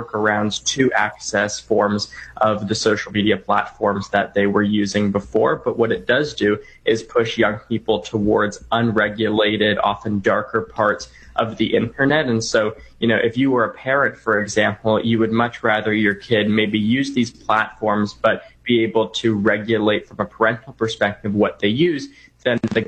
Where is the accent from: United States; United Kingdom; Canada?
Canada; Yeah, or my home country of Canada either